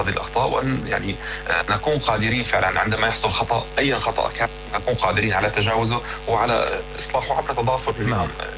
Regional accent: Syria; moved away; ونحن أيضا كسوريين داخل خارج سوريا

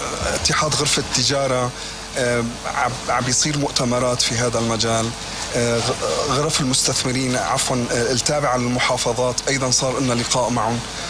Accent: Syria; moved away; وكوننا نحن سوريين أيضا هنا في سوريا

